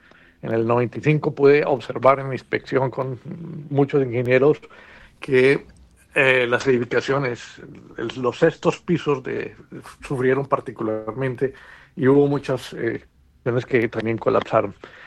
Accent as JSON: {"language": "Spanish", "town": "Manizales", "region": "Caldas", "country": "Colombia", "tie": "born or raised there", "said": "yo soy de Manizales y me crié alrededor de este tipo de fenómenos."}